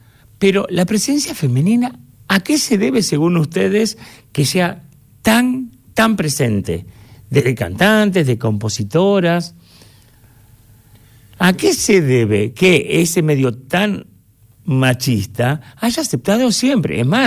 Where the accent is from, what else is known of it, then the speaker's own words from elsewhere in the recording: Avellaneda, Buenos Aires Province, Argentina; yo soy de Avellaneda